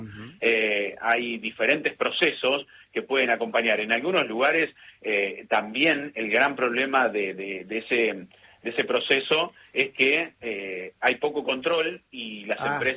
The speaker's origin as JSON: {"language": "Spanish", "town": "Lincoln", "region": "Buenos Aires Province", "country": "Argentina", "tie": "born or raised there", "said": "voy para mi pueblo, que el partido de Lincoln, que atraviesa ya Carlos Tejedor también"}